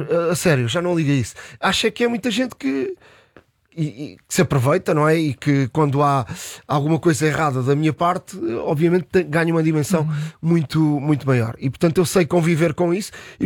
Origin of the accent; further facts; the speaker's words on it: Montijo, Setúbal, Portugal; eu sou do Montijo, comecei na rádio do Montijo, passei por uma rádio em Alcochete